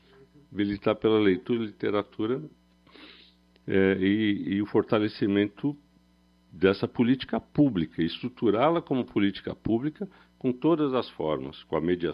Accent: São Paulo, Brazil; Eu sou de uma, como eu disse, sou do Campo Limpo, Capão Redondo

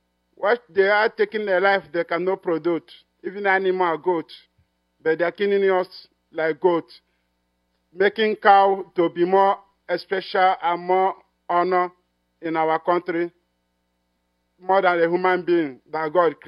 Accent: Igbo, Biafra, Nigeria; now in Brazil; I'm from Nigeria, Biafra, Igbo.

